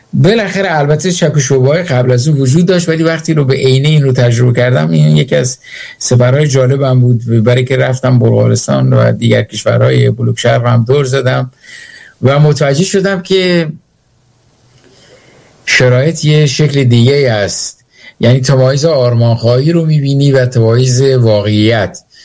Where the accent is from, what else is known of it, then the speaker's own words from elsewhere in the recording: Iran; also born or lived in England; now in Sweden; با من اصلا از ایران میام